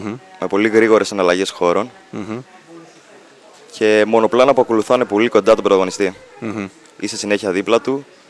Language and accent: Greek; Larnaca, Larnaca District, Cyprus; Μεγάλωσα, γεννήθηκα στην Κύπρο, ναι. Είμαι γεννημένος στη Λάρνακα.